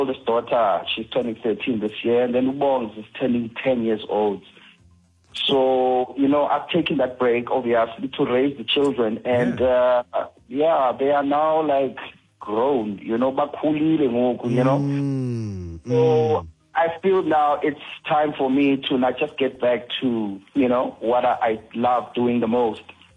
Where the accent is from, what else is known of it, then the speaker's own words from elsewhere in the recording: Cape Town, Western Cape, South Africa; I pay tribute to my hometown, Scomline. In case you don't know what Scomline means, Scomline basically is the nickname of my hometown, Gwalanga in Makana Square in Cape Town.